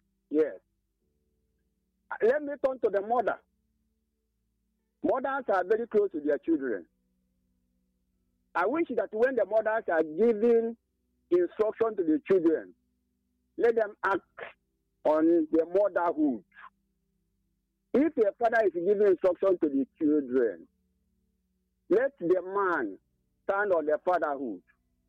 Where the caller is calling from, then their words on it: Ebonyi, Nigeria; I'm calling from Isoko, Minonica, local government area of Ebonyi.